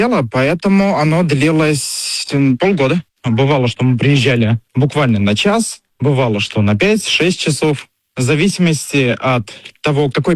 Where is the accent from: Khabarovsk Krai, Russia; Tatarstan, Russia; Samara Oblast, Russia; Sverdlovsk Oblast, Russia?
Samara Oblast, Russia; я из Самарской области.